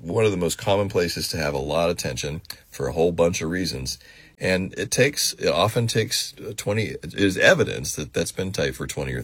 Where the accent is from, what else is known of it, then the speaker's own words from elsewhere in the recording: Kansas, United States; I was used to it because I grew up in Kansas.